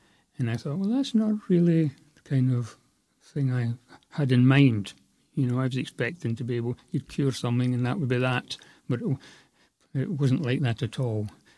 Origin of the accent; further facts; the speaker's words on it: Scotland, United Kingdom; also born or lived in Belfast; Well, I was born in Belfast, 1948. I think my father worked in the shipyards in Belfast during the war. You know, my mother's from Belfast, my father from the west of Scotland. We moved to the west of Scotland when I was a baby